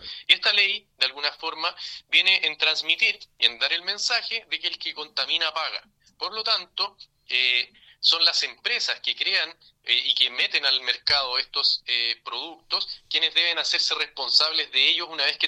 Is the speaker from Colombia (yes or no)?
no; Chile